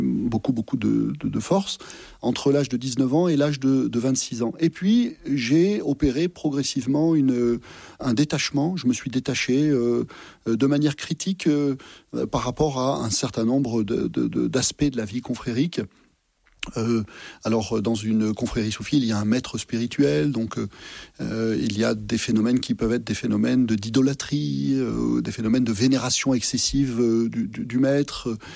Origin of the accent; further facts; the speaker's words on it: Massif Central, France; moi je suis originaire du Massif Central, alors j'aime beaucoup la capitale, hein, mais c'est quand même pas mon milieu naturel.